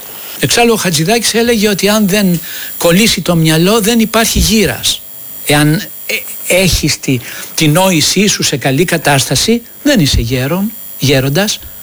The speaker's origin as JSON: {"language": "Greek", "town": "Kallithea", "region": "Attica", "country": "Greece", "tie": "born there", "said": "Εγώ γεννήθηκα εδώ, στην Καλυθέα, στην Αττική. Στην Καλυθέα, κοντά στις Τζιτζιφιές."}